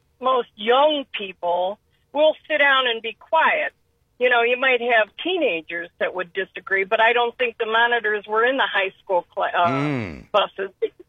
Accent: Bedford, Ohio, United States; Well, Cuyahoga, and I lived in, I grew up in Bedford.

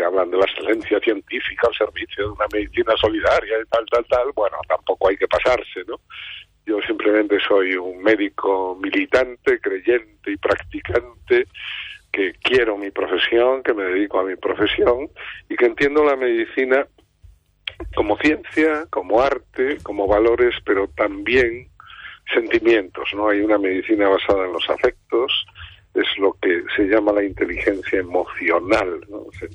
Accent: Pobra de Trives, Galicia, Spain; now in Madrid, Spain; mi amor a Galicia, mi pasión por Galicia, por mi pueblo, por mis raíces, mis sueños, mi infancia, y me siento profundamente gallego.

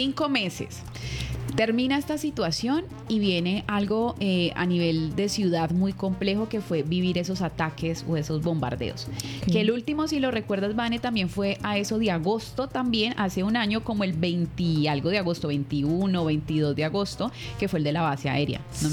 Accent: Cali, Valle del Cauca, Colombia; nosotros como caleños somos demasiado resilientes.

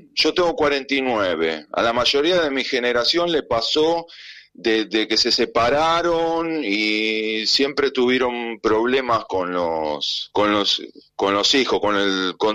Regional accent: Lanús, Buenos Aires Province, Argentina; moved away; yo tengo pensado mudarme a Lanús. Porque yo viví y me crié en Lanús

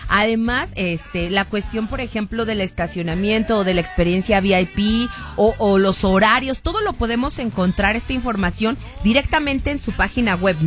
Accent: Mexico; Bien mexicanos, creo que somos los únicos mexicanos que nos disfrazamos de mexicanos.

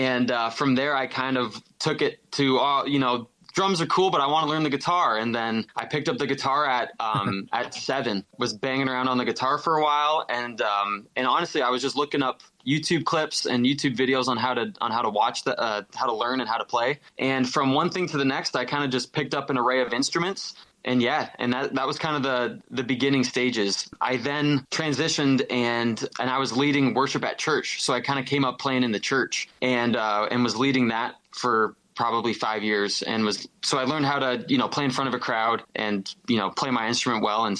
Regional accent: Fort Erie, Ontario, Canada

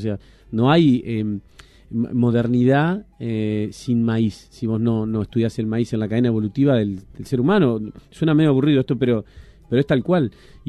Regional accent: Gualeguay, Entre Ríos, Argentina; Y en ciudades como la mía, yo soy gualeyo, si bien mis hijos son porteños.

